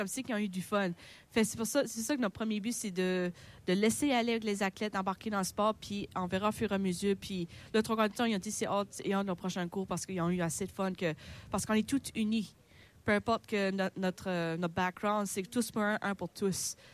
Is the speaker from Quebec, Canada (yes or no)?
no; Inkerman, New Brunswick, Canada; j'ai 34 ans, je viens d'Inkerman au Nouveau-Brunswick.